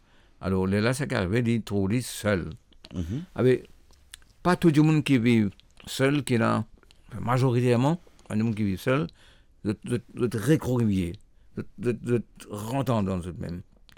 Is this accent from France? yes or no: no; Mauritius; chez nous, à Maurice